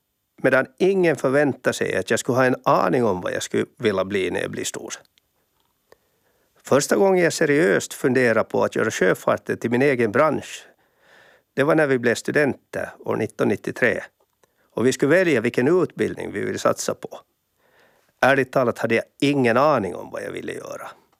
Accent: Espoo, Uusimaa, Finland; also born or lived in Kauniainen; Som barn så växte jag upp i Esbo utanför Helsingfors i en familj där jag var mellanst av tre bröder. Precis som mina bröder så gick jag lågstadie i Esbo och sen fortsatte jag högstadie och gymnasie i Grankulla.

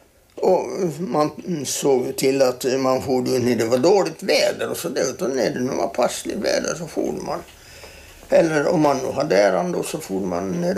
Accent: Sweden; Jag är född på Skobholm, och då var det Uvenholme då. Men det är ju vägar överallt dit ut nu, så att det hör ju till fasta hamnen, kan man säga.

